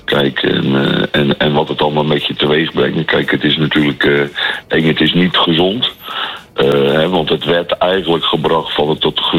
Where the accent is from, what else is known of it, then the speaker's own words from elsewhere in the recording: Schiedam, South Holland, Netherlands; born there; Nou, ik ben geboren in Schiedam.